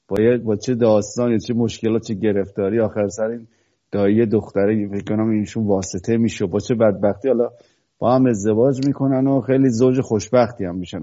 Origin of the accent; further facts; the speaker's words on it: Iran; هر کی منو میدید میدید که من ایرانیم